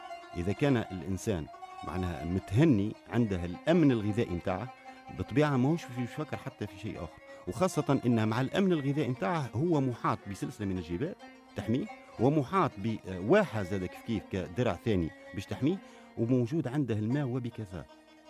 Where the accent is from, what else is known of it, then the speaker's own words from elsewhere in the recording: Gafsa, Gafsa Governorate, Tunisia; عندنا في قفصة